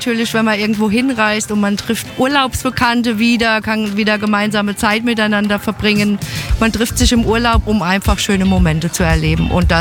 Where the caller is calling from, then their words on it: Rüdesheim am Rhein, Hesse, Germany; ich komme aus Rüdesheim am Rhein.